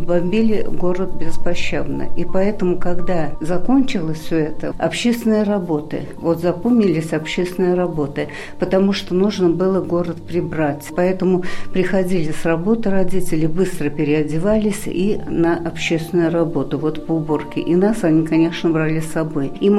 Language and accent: Russian; Balakovo, Saratov Oblast, Russia; moved away as an adult; now in Oryol Oblast, Russia; Детство прошло у меня на Волге, город Балаково, Саратовская область.